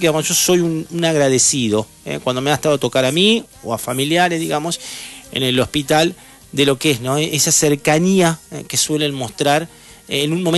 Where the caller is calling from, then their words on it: Loma Hermosa, Buenos Aires Province, Argentina; de Loma Hermosa, San Martín, Buenos Aires. Te comento que aquí en Loma Hermosa, San Martín, tenemos una tarde con un sol radiante espectacular.